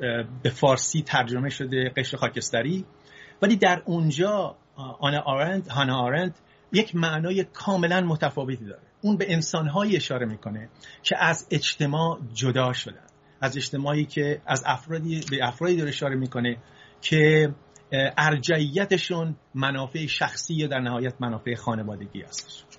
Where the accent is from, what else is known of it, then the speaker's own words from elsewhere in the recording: Isfahan, Iran; also born or lived in Fasa; من تو سال 1337 در شهر فحصا متولد شدم، یکی از شهرهای استان فارس. پدرم کارمند بانک بود و بعد از یکی دو سالم شد رفت تهران.